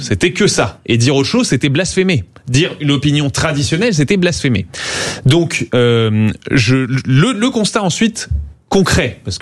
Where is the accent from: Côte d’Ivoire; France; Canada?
Canada; Moi, j'ai grandi au Canada, par exemple. Le Canada est un pays très sûr.